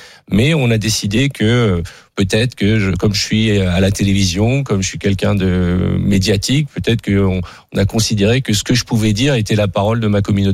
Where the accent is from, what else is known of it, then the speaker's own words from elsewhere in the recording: France; c'est la première bien fois en 30 ans que moi je suis français avant d'être juif